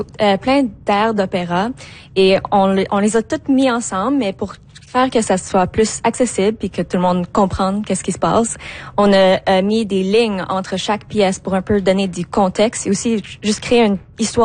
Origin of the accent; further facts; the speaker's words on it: Quebec, Canada; now in Nova Scotia, Canada; Je viens de Québec, en fait, mais maintenant, je considère Nouvelle-Écosse ma maison.